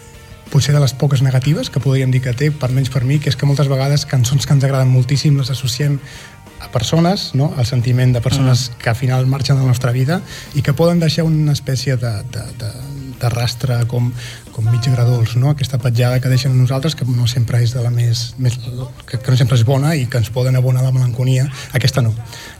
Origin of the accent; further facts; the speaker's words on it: Girona, Catalonia, Spain; moved away as an adult; also born or lived in Barcelona; Jo sóc de Girona